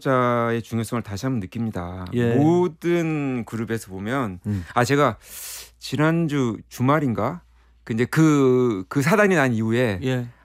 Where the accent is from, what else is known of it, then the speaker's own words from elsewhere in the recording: South Korea; 이유는 내가 한국에서 왔다는 이유 하나로 … 의 고향이라는 이유 하나로